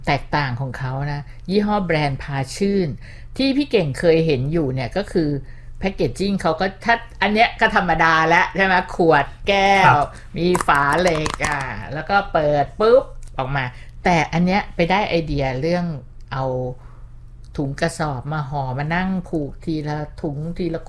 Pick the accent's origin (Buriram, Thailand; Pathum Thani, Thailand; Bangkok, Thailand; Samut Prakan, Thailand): Samut Prakan, Thailand; อ้าวเด็กสมุทรปราการเหมือนกัน